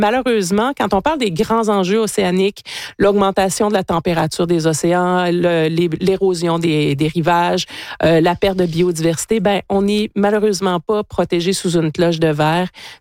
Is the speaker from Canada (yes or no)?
yes; Rimouski, Quebec, Canada; Donc, puis nous, à Rimouski, moi, je viens de Rimouski, notre triste signature régionale, c'est des carcasses de voitures.